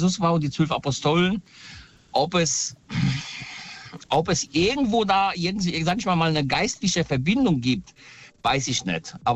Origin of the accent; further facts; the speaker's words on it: Poland; born there; Ich habe, ich komme ursprünglich aus Polen, also ich bin gebürtig in Polen.